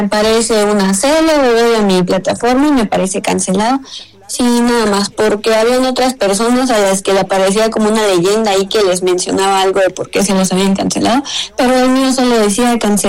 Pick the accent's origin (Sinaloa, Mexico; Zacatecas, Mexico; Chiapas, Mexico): Chiapas, Mexico; No, soy del estado de Chiapas.